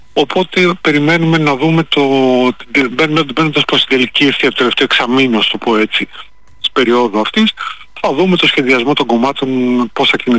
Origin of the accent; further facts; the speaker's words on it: Greece; αν σε όλη αυτή τη μεγάλη αλλαγή εμείς ως Έλληνες, ως Ελλάδα, έχουμε ένα ρόλο